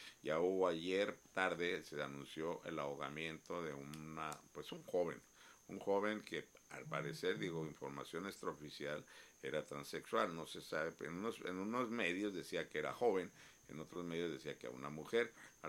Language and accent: Spanish; Mexico; así somos los mexicanos